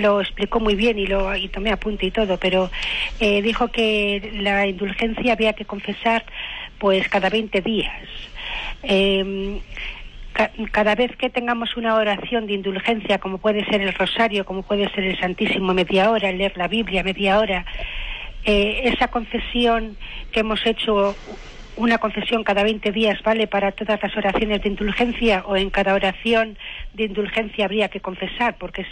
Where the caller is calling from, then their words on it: Valladolid, Castile and León, Spain; de Valladolid.